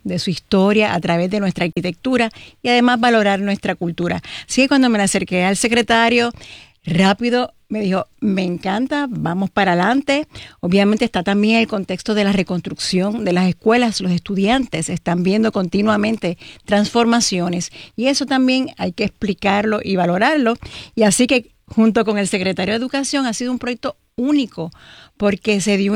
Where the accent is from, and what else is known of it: Puerto Rico